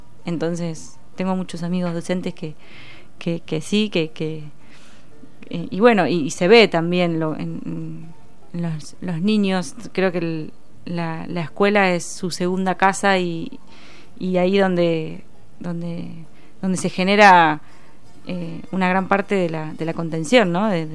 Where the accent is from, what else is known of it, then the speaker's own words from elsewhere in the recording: Mar del Plata, Buenos Aires Province, Argentina; moved away as an adult; now in La Plata, Argentina; Mi infancia y mi adolescencia, el crecimiento fue en Mar del Plata. Y bueno, y ya cuando a los 20 y pico de años, no me acuerdo qué era, en qué edad me vine